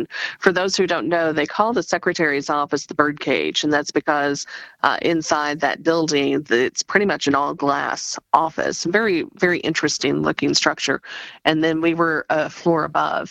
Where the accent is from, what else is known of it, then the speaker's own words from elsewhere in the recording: Houston, Missouri, United States; how did I get here from Houston, Mo?